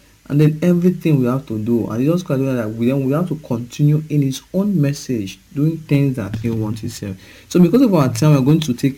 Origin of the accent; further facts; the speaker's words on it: Okada, Edo, Nigeria; from Okada Town, Edo State, Nigeria